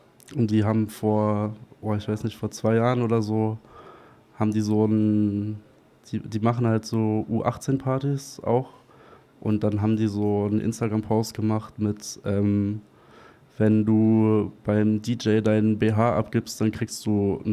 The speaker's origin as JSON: {"language": "German", "town": "Dessau", "region": "Saxony-Anhalt", "country": "Germany", "said": "wie ihr jetzt schon gehört habt, mehrfach. Ich komme aus Dessau."}